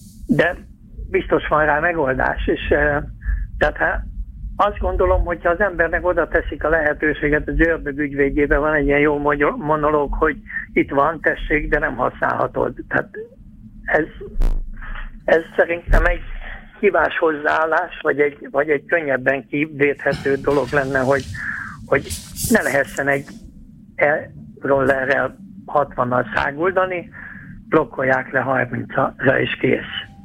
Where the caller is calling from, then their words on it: Hungary; vidéki vagyok